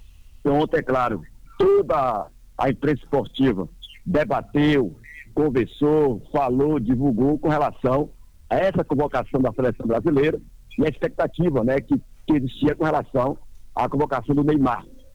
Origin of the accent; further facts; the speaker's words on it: Brazil; Porque somos brasileiros